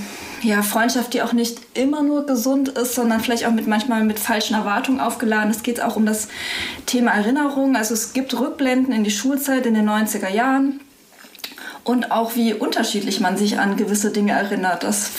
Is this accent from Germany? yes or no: yes; Southern Germany, Germany; now in Osnabrück, Germany; Ich komme ja eigentlich aus Süddeutschland, bin ja erst seit 2007 in Osnabrück.